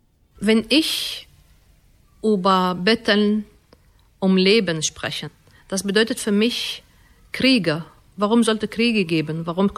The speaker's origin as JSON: {"language": "German", "country": "Egypt", "second_language": "German", "moved": "yes", "lives_now": "Germany", "said": "ich komme aus Ägypten"}